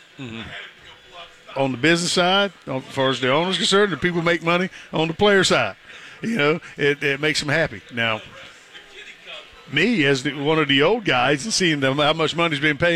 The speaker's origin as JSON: {"language": "English", "region": "East Coast", "country": "United States", "said": "I was from the East Coast"}